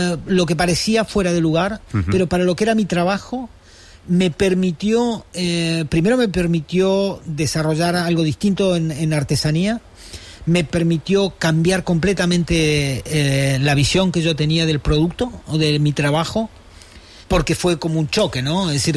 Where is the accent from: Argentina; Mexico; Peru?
Argentina; Patagonia; moved away as an adult; also born or lived in Buenos Aires / Florence; now in Barcelona, Spain; yo soy de la Patagonia